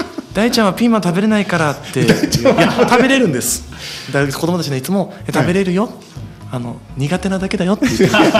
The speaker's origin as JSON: {"language": "Japanese", "town": "Sapporo", "region": "Hokkaido", "country": "Japan", "moved": "as an adult", "lives_now": "Hachioji, Japan", "said": "北海道だったんですけど、"}